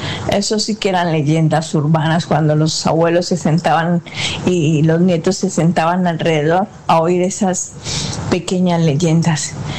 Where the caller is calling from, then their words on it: San Martín de la Vega, Community of Madrid, Spain; un besito desde San Martín de la Vega.